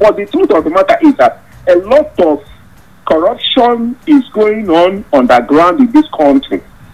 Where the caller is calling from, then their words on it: Jos, Plateau, Nigeria; I'm calling from Jossian.